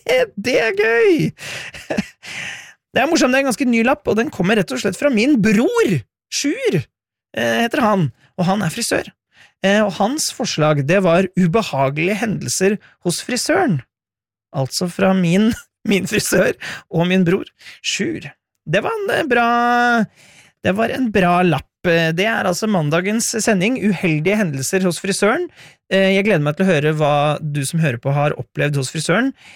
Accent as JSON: {"language": "Norwegian", "region": "Innlandet", "country": "Norway", "said": "for jeg kommer egentlig fra Hedmarken, men har aldri snakket hedmarksdialekt sånn..."}